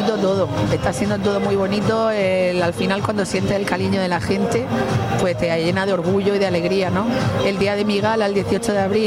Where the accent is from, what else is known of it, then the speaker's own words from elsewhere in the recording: Alcantarilla, Region of Murcia, Spain; yo también soy de aquí de Alcantarilla de toda la vida